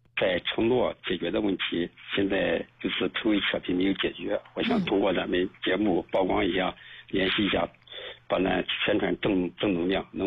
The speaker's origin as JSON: {"language": "Chinese", "town": "Xuzhou", "region": "Jiangsu", "country": "China", "tie": "born or raised there", "moved": "yes", "lives_now": "Xinjiang, China", "said": "因为我在新疆做生意，不在咱们徐州老家当地。"}